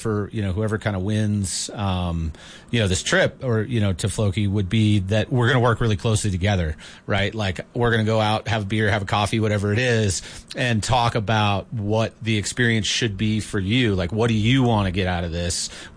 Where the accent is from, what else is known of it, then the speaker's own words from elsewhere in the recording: United States; moved away as an adult; now in Iceland; I'm an American who literally had never been to Iceland before.